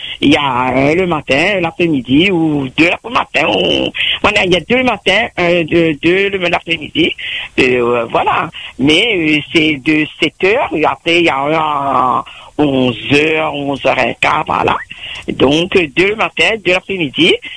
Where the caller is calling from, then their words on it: Sainte-Rose, Réunion; moi j'habite à Sainte-Rose toujours.